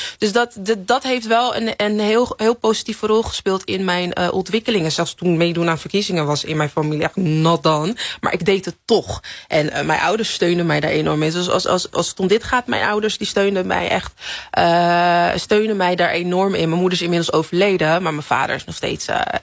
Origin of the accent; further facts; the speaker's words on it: Netherlands; ik ben geboren getogen in Nederland, maar ik ben wel opgevoed in een echt Nigeriaans huis.